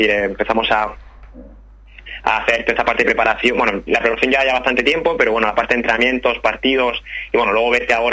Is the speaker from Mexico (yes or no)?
no; Almería, Andalusia, Spain; moved away as an adult; now in Barcelona, Spain; Es verdad que he pasado toda mi vida en Almería, desde que nací hasta pues 23, 24 años. También mi etapa universitaria la hice allí en Almería, pero bueno, ahora mismo vivo en Barcelona.